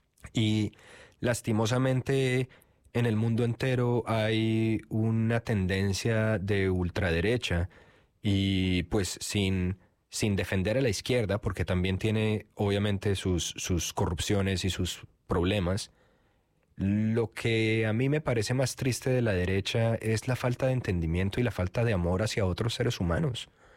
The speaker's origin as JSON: {"language": "Spanish", "country": "Colombia", "said": "yo soy colombiano, obviamente algunas personas que son buenas con el acento me oirán"}